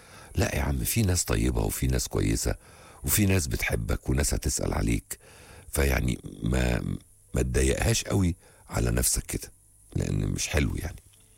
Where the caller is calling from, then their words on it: Mansoura, Dakahlia, Egypt; من المنصوره